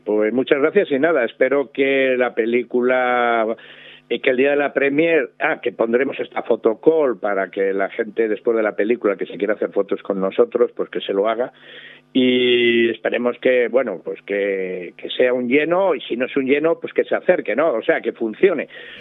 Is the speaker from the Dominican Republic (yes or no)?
no; Santander, Cantabria, Spain; rodado en diferentes localizaciones de Cantabria, porque yo soy de Santander